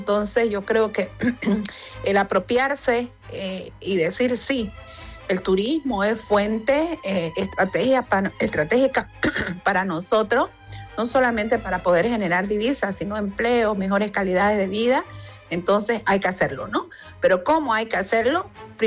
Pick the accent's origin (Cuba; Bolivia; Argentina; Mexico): Bolivia; como bolivianos, primero concienciarnos de conocer lo que es nuestro país